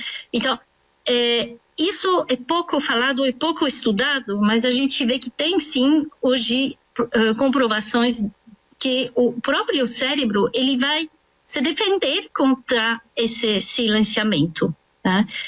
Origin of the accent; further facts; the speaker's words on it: France; Portuguese is a second language; also born or lived in United States; now in Brazil; porque eu sou francesa, naturalizada no Brasil, agora sou brasileira, há 26 anos que eu estou no Brasil, e morei também 9 anos nos Estados Unidos.